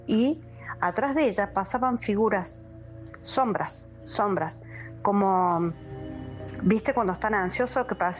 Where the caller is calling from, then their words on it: Córdoba, Argentina; Te hablo de Córdoba.